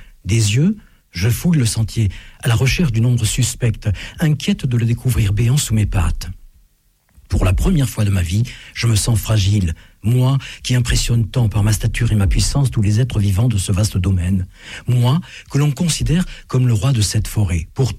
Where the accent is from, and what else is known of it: Auvergne-Rhône-Alpes, France